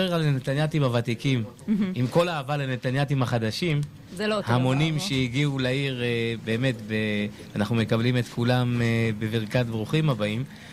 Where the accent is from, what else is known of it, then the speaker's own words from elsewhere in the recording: Netanya, Central District, Israel; אני יליד העיר, 43 שנה. נתניה זה עיר שבאמת אי אפשר להגדיר אותה במשפט או שניים